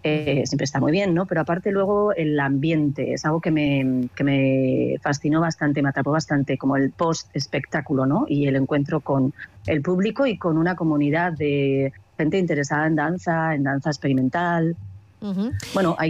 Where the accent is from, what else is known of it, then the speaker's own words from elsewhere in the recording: Navarre, Spain; yo soy navarra y iba a Bilbao desde muy jovencita